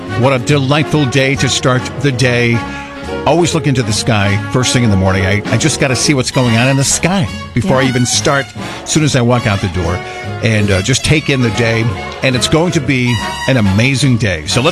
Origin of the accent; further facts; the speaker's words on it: Coventry, Rhode Island, United States; I grew up in Coventry, West Warwick